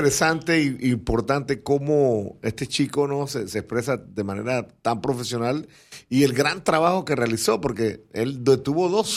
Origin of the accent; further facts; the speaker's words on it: Agua Buena, Panamá, Panama; No, yo soy de Aguabuena.